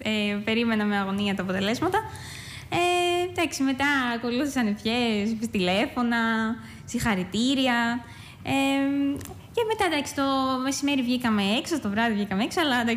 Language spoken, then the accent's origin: Greek; Greece